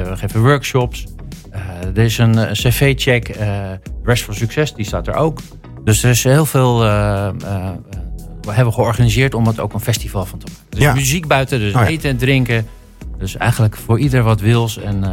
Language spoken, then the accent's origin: Dutch; Beverwijk, North Holland, Netherlands; ik kom uit Beverwijk.